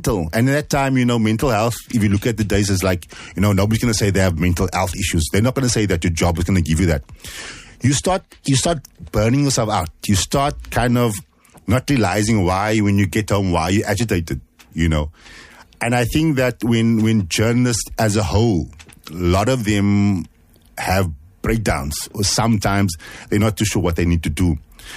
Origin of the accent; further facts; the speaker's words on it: Cape Town, Western Cape, South Africa; I'm from the Cape Flats